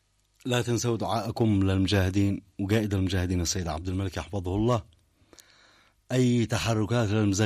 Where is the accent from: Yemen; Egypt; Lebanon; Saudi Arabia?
Yemen; بلادنا اليمن